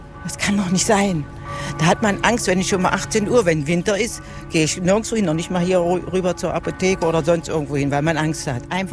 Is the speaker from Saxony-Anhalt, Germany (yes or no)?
yes; Halberstadt, Saxony-Anhalt, Germany; born there; Also ich bin ja in Halberstadt geboren.